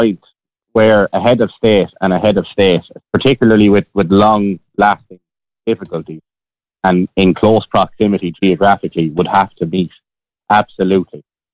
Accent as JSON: {"language": "English", "town": "Urlingford", "region": "Leinster", "country": "Ireland", "tie": "born or raised there", "said": "In my hometown of Urlingford"}